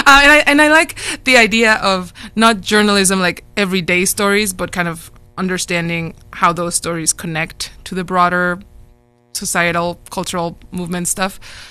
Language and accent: English; Monterrey, Nuevo León, Mexico; moved away; Okay, so I grew up in Monterrey, Mexico. That's in the north of Mexico. It's very much kind of like Texas, but just Mexican.